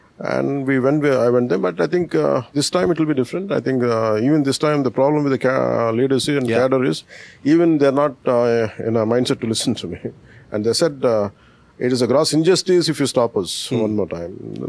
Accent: Hyderabad, Telangana, India; English is a second language; It is in Telangana and Hyderabad. So they cannot deny. I'm an Indian citizen. I'm a part of Telangana.

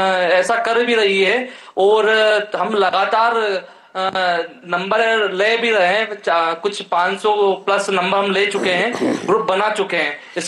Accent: Madhya Pradesh, India; मैं मध्य प्रदेश शाजापुर जिले से।

